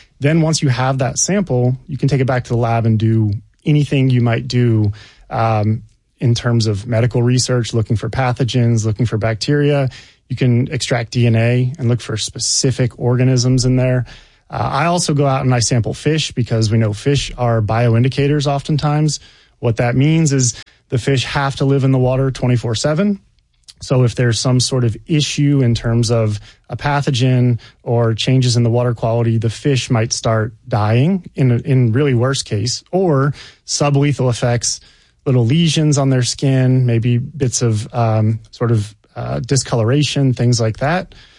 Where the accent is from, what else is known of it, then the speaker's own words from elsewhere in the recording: Appalachia, United States; moved away as an adult; now in Nashville, United States; But I come from the Appalachian side of Virginia, East Tennessee, Western Virginia.